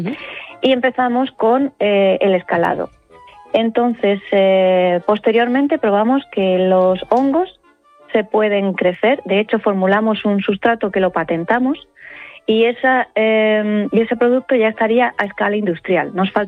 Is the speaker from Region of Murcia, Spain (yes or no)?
yes; Murcia, Region of Murcia, Spain; soy murciana. Tengo nací en Murcia, crecí toda mi infancia pasando los veranos en los Urrutias, a las orillas del Mar Menor